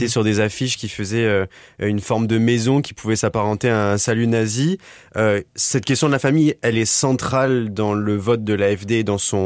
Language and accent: French; France; moved away; Moi, je suis français